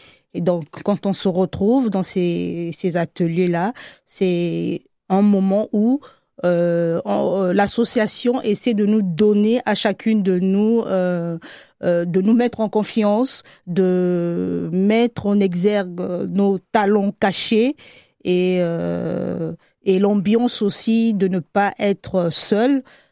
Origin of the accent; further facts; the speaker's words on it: Republic of the Congo; Je viens du Congo-Brazzaville.